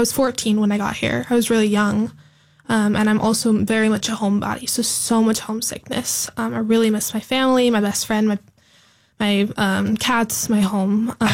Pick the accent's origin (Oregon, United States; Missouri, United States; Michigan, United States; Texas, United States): Oregon, United States; Bend; born or raised there